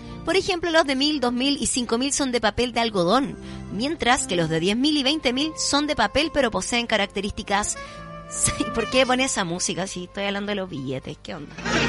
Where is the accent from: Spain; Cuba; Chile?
Chile; De hecho, tenemos una calle que se llama así en nuestra ciudad, al menos de donde soy oriunda. Y creo que casi en todas las ciudades de Chile se repiten los nombres, ¿ah?